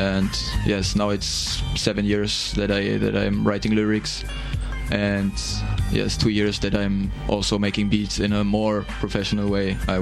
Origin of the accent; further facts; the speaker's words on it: Germany; English is a second language; now in Cluj, Romania; I'm from Germany. I'm an Erasmus student at UBB, European faculty. Back in Germany, I study social science with intercultural relations.